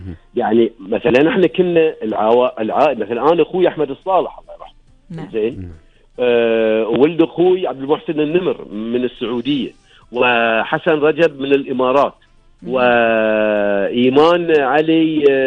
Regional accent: Kuwait

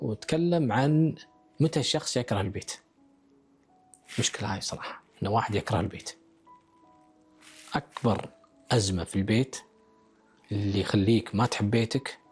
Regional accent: Kuwait; عندنا بالكويت

